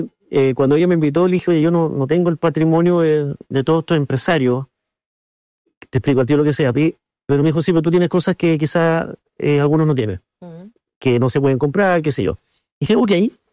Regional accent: Chile; Después, soy miembro de la Junta, pero claro, primero soy chileno. Así que yo creo que mi país sea lo que todo el mundo espera.

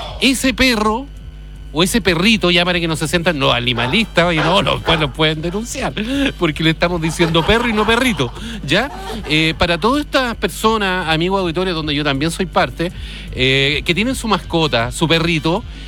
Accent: Lota, Biobío, Chile; 12:30 de la noche buscando veterinario en Concepción. Saca la cuenta, yo soy de Lota.

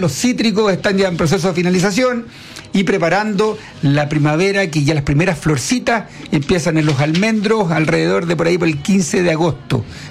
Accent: Huelquén, Santiago Metropolitan Region, Chile; Me siento en Huelquén, mi pueblo natal.

